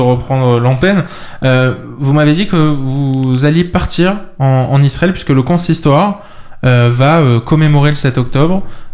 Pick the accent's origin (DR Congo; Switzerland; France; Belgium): France